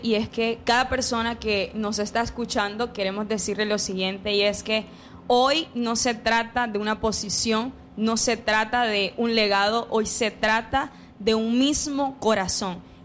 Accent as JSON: {"language": "Spanish", "town": "Barranquilla", "region": "Atlántico", "country": "Colombia", "tie": "born there", "said": "nacionalidad del reino, pero nací en Barranquilla, en Curramba la Bella, como le dicen."}